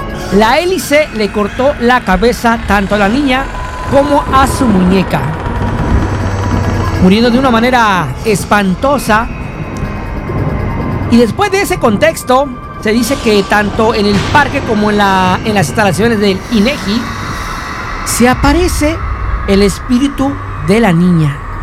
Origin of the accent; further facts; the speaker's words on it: Aguascalientes, Mexico; Perdón, soy de Aguascalientes, Aguascalientes, al igual que Guadalajara, Zacatecas y Guanajuato.